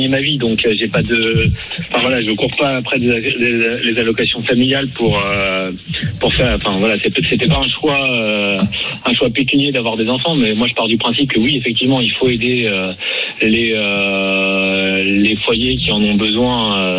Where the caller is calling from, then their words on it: Puteaux, Île-de-France, France; j'habite à Puteaux. Une ville où, voilà, on est plutôt bien dans nos dans les services et dans les infrastructures.